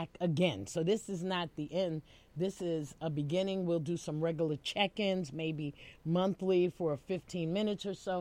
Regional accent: New York City, New York, United States; from the Bronx, my hometown, the BX.

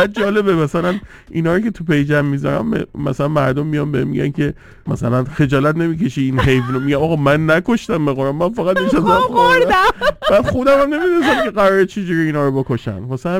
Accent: Iran

